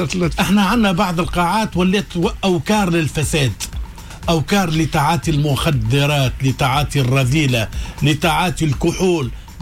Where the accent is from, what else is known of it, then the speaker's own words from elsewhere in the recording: Tunisia; انا مواطن تونسي